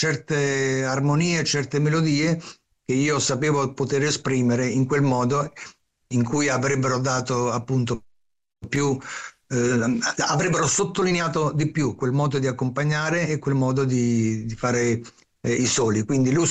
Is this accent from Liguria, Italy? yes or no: yes; Savona, Liguria, Italy; Io appunto sono di Savona